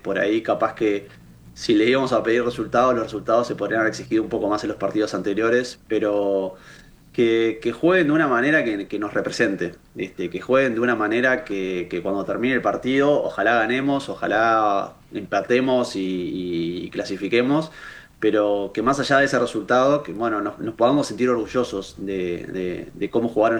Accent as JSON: {"language": "Spanish", "country": "Uruguay"}